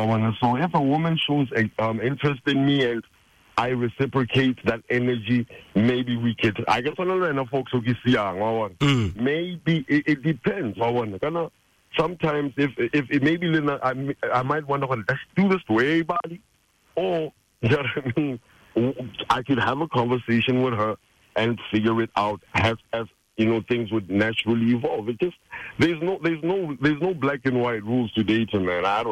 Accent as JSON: {"language": "English", "town": "Jwaneng", "region": "Southern District", "country": "Botswana", "tie": "born or raised there", "also_born_or_lived": "Francistown", "said": "I grew up in Jwaneng amongst like a golden era pretty much that, you know, Debswana had ushered in and afforded us, you know. So we had a cosmopolitan, multicultural environment."}